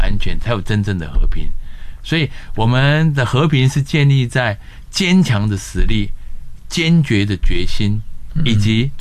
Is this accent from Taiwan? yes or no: yes; Taiwan; 扰乱我们台湾人民的这些认知